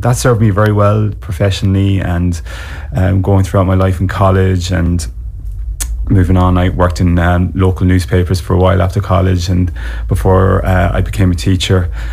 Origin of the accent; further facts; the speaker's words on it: County Leitrim, Ireland; also born or lived in London; now in Cork, Ireland; we might move back to my dad's home village, and we just really thrived there. We had a great upbringing there in North Leitrim.